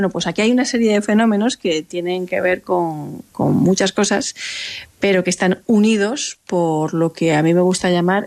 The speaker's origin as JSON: {"language": "Spanish", "country": "Spain", "said": "por fin ve la tierra en mi país y ve la tierra en España."}